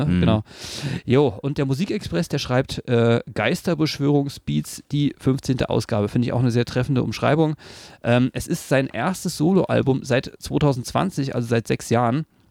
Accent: Berlin, Germany; Also ich komme aus Berlin, war da ist man jetzt mit der Szene, war?

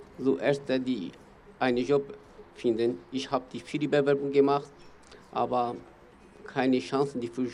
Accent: Turkey; German is a second language; now in Tübingen, Germany; Meine Heimat ist sehr schwierig für die Leben. und für die immer die Politik und auch sehr schwierig für die Kurden. Ich komme aus der Türkei.

